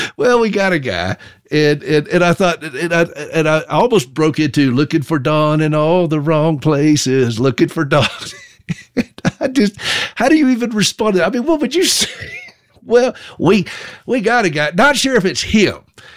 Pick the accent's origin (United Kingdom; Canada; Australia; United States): United States; the South; now in Montana, United States; I'm from the South, where sarcasm is a way of life. I mean, that we just say things in the South differently.